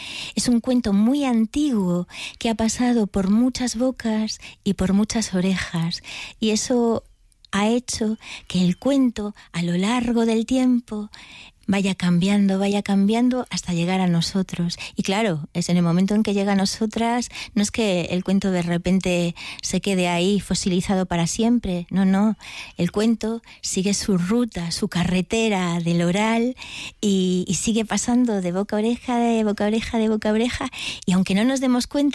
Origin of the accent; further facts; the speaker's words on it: Galicia, Spain; Bueno, yo conozco, soy gallega y conozco un poquillo la tradición oral